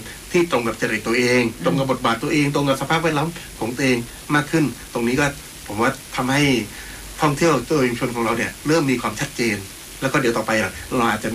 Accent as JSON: {"language": "Thai", "region": "Southern Thailand", "country": "Thailand", "said": "คือเราคนใต้นะคนใต้เราคิดอะไรก็ผงผางเลยตันตังตึงตังทำหนึ่งสองสาม"}